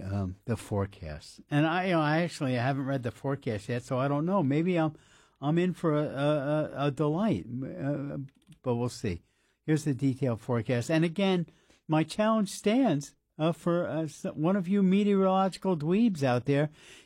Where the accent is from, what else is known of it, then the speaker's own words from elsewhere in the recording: New Jersey, United States; moved away as an adult; now in Juneau, United States; I'm from New Jersey, actually, and I kind of miss New Jersey. It's been a few years now since I've been back